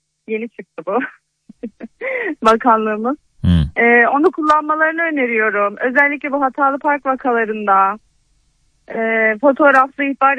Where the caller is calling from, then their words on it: İzmir, Turkey; İzmir'den arıyorum.